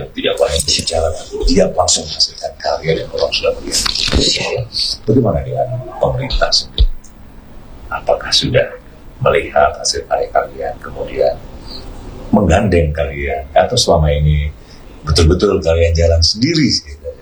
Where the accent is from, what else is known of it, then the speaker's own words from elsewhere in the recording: Kalimantan, Indonesia; Kita dari Kalimantan.